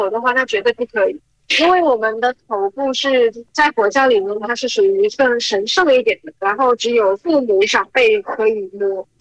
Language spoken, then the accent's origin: Chinese; Cambodia; Chinese is a second language; now in China